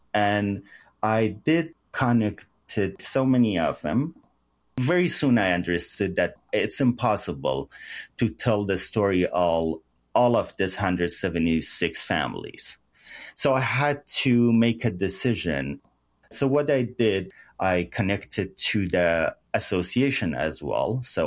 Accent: Sanandaj, Kurdistan, Iran; moved away; My brother called me from San Andej, my hometown, Sna

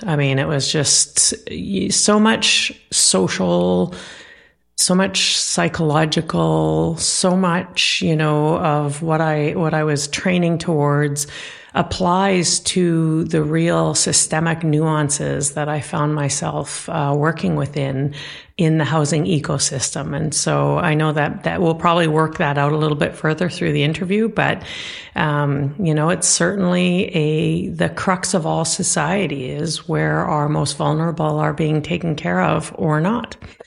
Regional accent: British Columbia, Canada; now in Mission, Canada; I'm from the Killer Whale Clan, and the Blackfish is the crest for the Killer Whale. I come from the Gitnahangik tribe, or people of the Hemlock in northern British Columbia, and I am Simsian.

